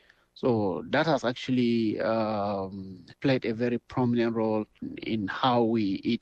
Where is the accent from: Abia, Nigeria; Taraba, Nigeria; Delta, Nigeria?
Taraba, Nigeria; Kakara; I'm from Kakara, Taraba State, Nigeria.